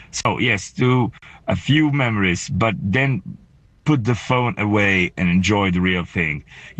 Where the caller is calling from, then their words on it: Bari, Apulia, Italy; English is a second language; I'm speaking from Bari in Puglia in the south of Italy.